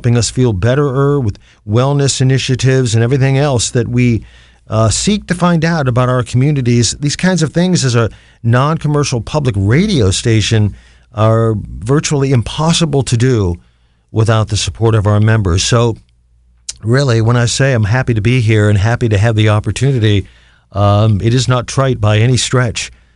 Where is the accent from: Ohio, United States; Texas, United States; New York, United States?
Ohio, United States; Canton; for Akron and my hometown of Canton, the Hall of Fame City